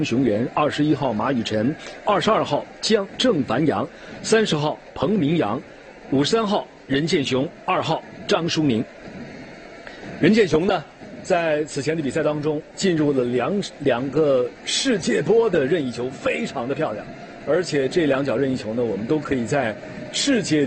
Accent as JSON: {"language": "Chinese", "town": "Shenyang", "region": "Liaoning", "country": "China", "said": "延边队的主裁判主教练是我们沈阳人张鹏"}